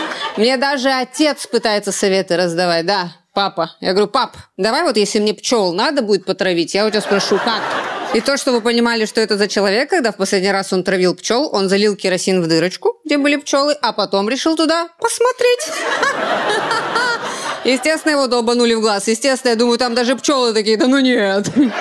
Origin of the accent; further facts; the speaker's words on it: Kamchatka Krai, Russia; now in Moscow, Russia; я родом с Камчатки